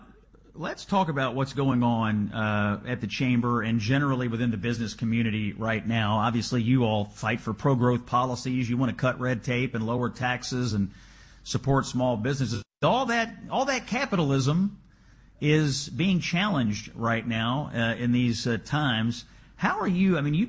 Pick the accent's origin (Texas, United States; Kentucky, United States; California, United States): Kentucky, United States; born there; Kentucky, my home state.